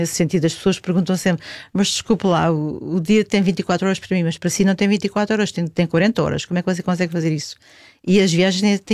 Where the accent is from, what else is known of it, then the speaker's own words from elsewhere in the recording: Portugal; moved away as an adult; now in New York, United States; em 1980 eu dizia às pessoas que era de Portugal